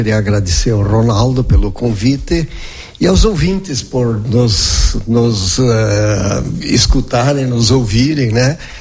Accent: Marau, Rio Grande do Sul, Brazil; Eu nasci em Marau, numa casa que era em frente ao Altar da Pátria, que temos hoje na Avenida Júlio Borella. Na época se nascia na casa, né?

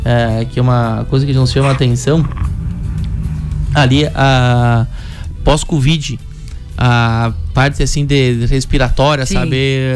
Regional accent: Brazil

